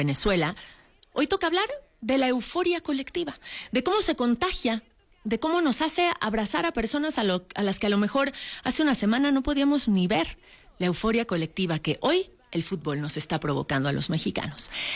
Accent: Mexico; miles de extranjeros dándose cuenta de lo que somos los mexicanos y que los mexicanos habíamos olvidado.

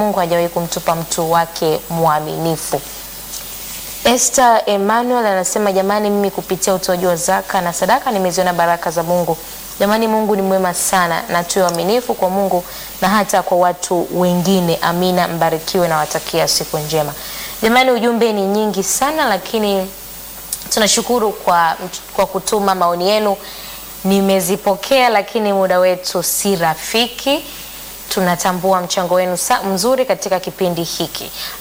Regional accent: Karatu, Arusha, Tanzania; natokea Karatu, Arusha.

